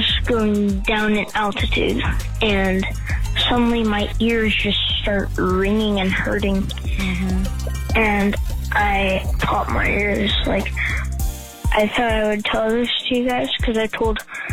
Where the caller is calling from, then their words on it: Milton, Florida, United States; also born or lived in Alaska; Hello, I'm calling from Milton, Florida.